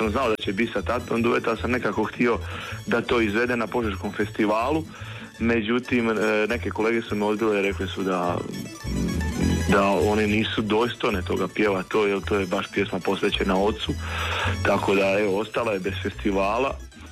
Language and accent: Croatian; Slavonia, Croatia; pjesme su nekako zavičajne, pogotovo Slavonija, a čak ćemo mi drugo pjeva Slavonci nego o Slavoniji, kao što Dalmatinci pjeva o svojoj Dalmaciji, tako i mi